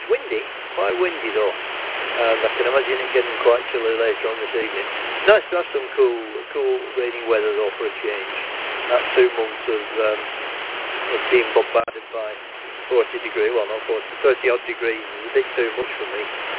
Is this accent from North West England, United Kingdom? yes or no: yes; North West England, United Kingdom; accent: Lancashire; There's always been from the northwest. You might notice from my accent, I'm more Lancashire than Scouse, so even though I'm in a sort of Scousey sort of area.